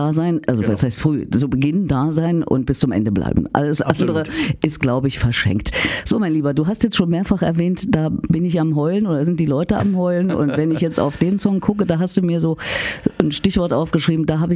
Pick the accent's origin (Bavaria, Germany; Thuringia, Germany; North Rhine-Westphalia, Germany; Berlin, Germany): Thuringia, Germany; Erfurt; moved away; Ich komme ja aus Erfurt.